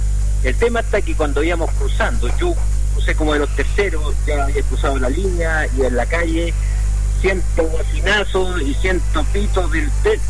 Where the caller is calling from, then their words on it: Chile; estamos como buen chileno esperando